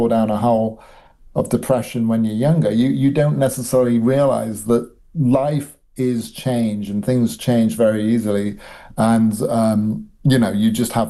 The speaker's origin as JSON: {"language": "English", "country": "United Kingdom", "tie": "born or raised there", "said": "growing up in Britain and our sort of drink culture over here."}